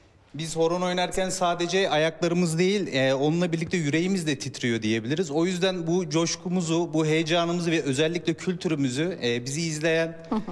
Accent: Sakarya, Turkey; Sakaryalıyım.

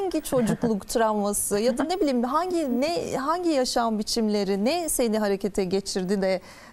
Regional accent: Ankara, Turkey; Ankaralıyım.

